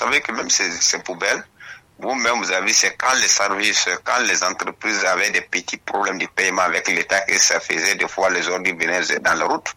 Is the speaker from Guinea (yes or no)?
yes; Guinea; nous sommes Guinéens, nous vivons la réalité.